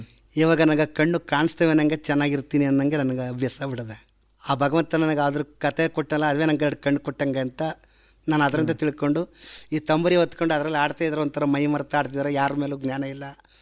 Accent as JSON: {"language": "Kannada", "town": "Rammanahalli", "region": "Karnataka", "country": "India", "said": "ನಮ್ಮ ರಮ್ಮನಹಳ್ಳಿಯವರೇ."}